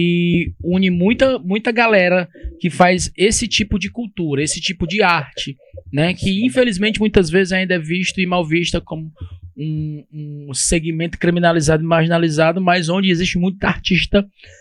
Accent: Northeast Region, Brazil; nós como nordestinos

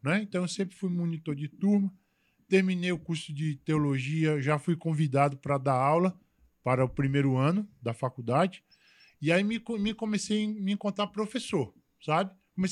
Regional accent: Mogi das Cruzes, São Paulo, Brazil; moved away as an adult; now in Ceará, Brazil; eu sou de Mogi das Cruzes, natural. Mogi das Cruzes, São Paulo, nasci em 1979, 27 de fevereiro.

